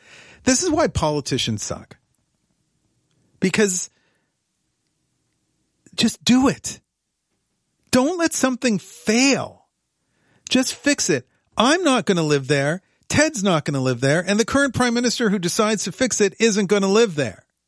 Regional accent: Ottawa, Ontario, Canada; When I grew up in Ottawa

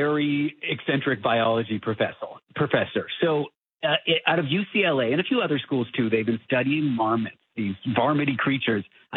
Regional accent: Toronto, Ontario, Canada; I'm from Toronto.

